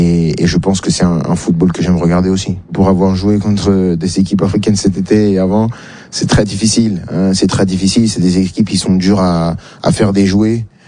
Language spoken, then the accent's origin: French; France; born or raised there